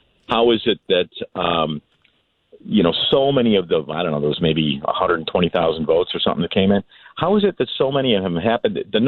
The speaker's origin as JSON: {"language": "English", "town": "Detroit", "region": "Michigan", "country": "United States", "tie": "born or raised there", "moved": "as an adult", "lives_now": "San Pedro, United States", "said": "I grew up in Detroit and left there in 91"}